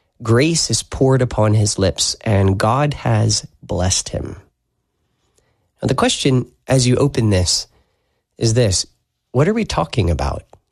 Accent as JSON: {"language": "English", "country": "United States", "said": "I much prefer being an American"}